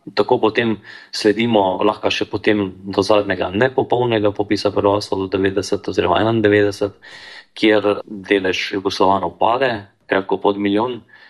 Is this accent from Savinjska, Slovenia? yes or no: yes; Šmartno ob Paki, Savinjska, Slovenia; born there; vem pa, naprimer, zgodbo iz mojega rojstnega kraja, se pravi, na Šmartno opaki